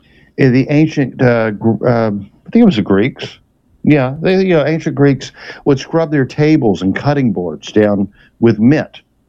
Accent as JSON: {"language": "English", "region": "the South", "country": "United States", "said": "I'm from the South, so we eat a lot of collards and turnips and mustard greens."}